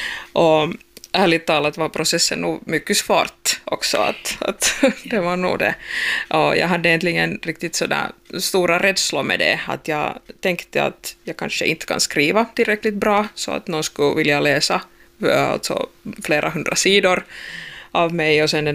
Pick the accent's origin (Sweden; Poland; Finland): Finland; Bjärnå, Southwest Finland; jag tror nästan halva min barndom alltså på Bibban i Bjärnå.